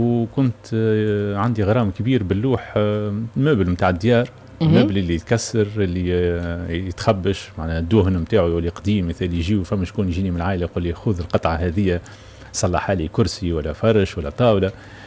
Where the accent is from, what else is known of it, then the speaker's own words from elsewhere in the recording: Tunisia; بلادنا تونس